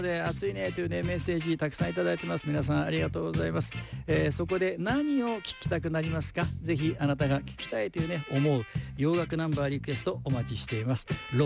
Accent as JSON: {"language": "Japanese", "area": "Shinjuku", "region": "Tokyo", "country": "Japan", "tie": "born or raised there", "said": "僕の地元の、新宿神楽坂"}